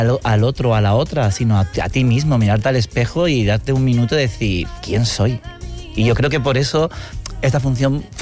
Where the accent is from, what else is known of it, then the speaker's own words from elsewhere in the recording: Seville, Andalusia, Spain; pues soy de Sevilla